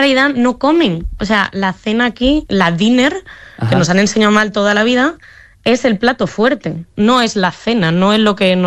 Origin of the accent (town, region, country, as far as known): Extremadura, Spain; accent: Madrid; also born or lived in Madrid; now in Ireland